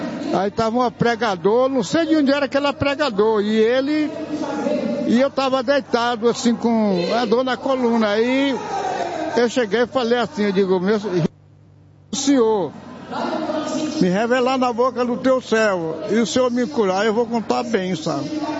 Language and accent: Portuguese; São Paulo, Brazil; Eu venho da Zona Leste.